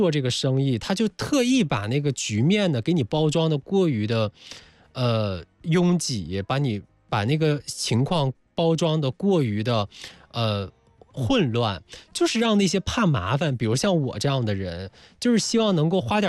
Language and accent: Chinese; Zhejiang, China; 我们浙江人